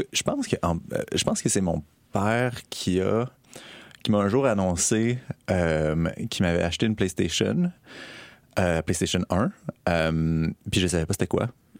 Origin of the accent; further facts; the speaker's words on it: Montreal, Quebec, Canada; Oui, j'ai grandi à Montréal, dans le Mainland, avec deux parents qui habitaient là.